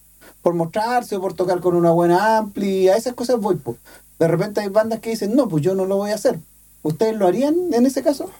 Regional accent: Maipú, Santiago Metropolitan Region, Chile; Yo soy de Maipú y no veo ahí ni cagando.

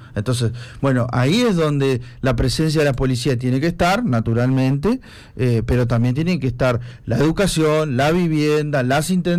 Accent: Colonia, Uruguay; soy de Colonia.

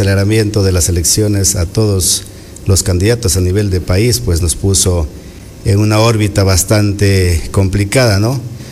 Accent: Paquisha, Zamora-Chinchipe, Ecuador; somos de a pie, somos hijos de Paquisha.

